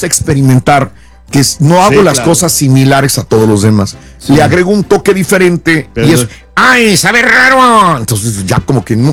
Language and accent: Spanish; Mexico; Soy mexicano.